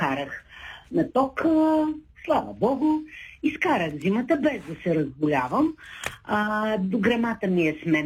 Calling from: Shumen, Shumen Province, Bulgaria; съм от Шумен.

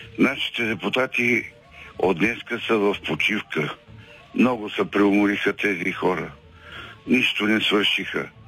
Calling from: Teteven, Lovech Province, Bulgaria; от Тетевен.

